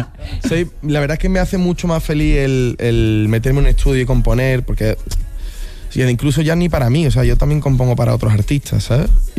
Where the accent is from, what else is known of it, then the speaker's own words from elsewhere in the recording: Andalusia, Spain; Ah, somos andaluces